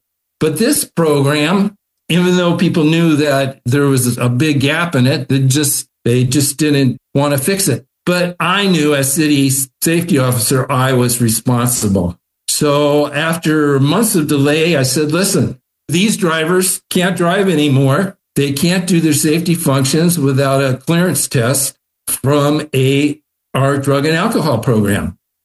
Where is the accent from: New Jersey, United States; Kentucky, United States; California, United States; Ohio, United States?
California, United States; Beverly Hills; But I got to Beverly Hills and I loved working there because it's my hometown. I mean, I was president of the Little League here.